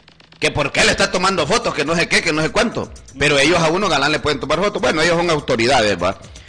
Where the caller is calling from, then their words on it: Talanga, Francisco Morazán, Honduras; yo vivo en Talanga.